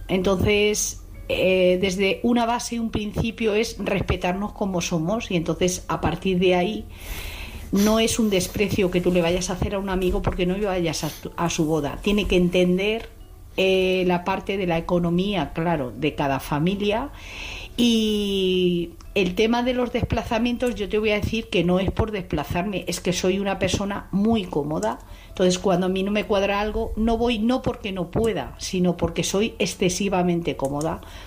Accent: Sicily, Italy; Luego regresé a parte de mi tierra, que es Sicilia.

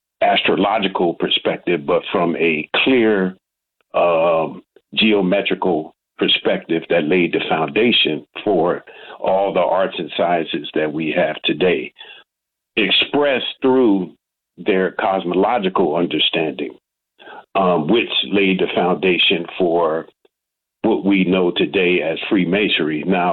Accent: Chester, Pennsylvania, United States; I grew up in Chester, Pennsylvania

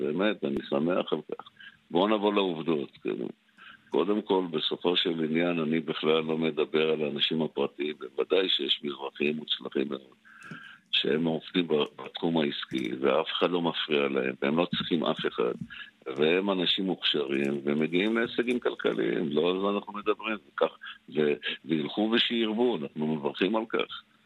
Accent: Jerusalem, Jerusalem District, Israel; אני זוכר את התקופה, אני ירושלמי שהתפוצצו פה אוטובוסים

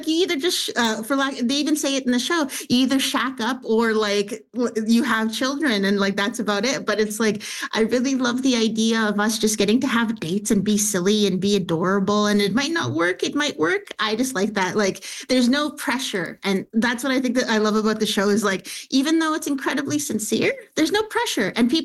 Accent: Winnipeg, Manitoba, Canada; Well, I'm biased because I'm from Winnipeg, and Winnipeg has always been like a magical city for me.

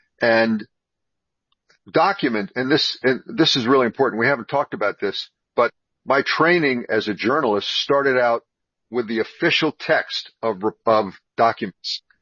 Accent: Washington, District of Columbia, United States; Short answer is I have lived here my entire life. I was born in Washington, in Washington, D.C., in Old Sibley Hospital on North Capitol Street, near the government printing office and inside of the Capitol in 1950.

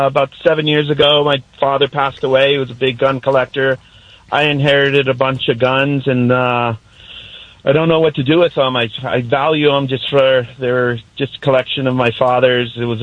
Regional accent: California, United States; I was in Southern California. I grew up in Southern California

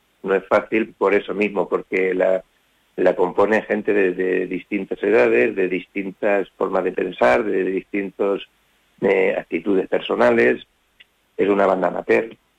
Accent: Villarrobledo, Castilla-La Mancha, Spain; Cuando yo empecé a estudiar música en Villarrobledo, que yo soy natural de Villarrobledo

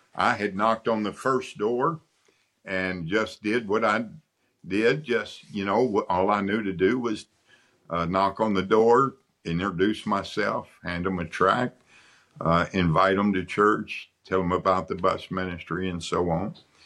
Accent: Houston, Texas, United States; moved away as an adult; also born or lived in Bourbonnais, Illinois; I was from the Houston area, and it doesn't get like that down there.

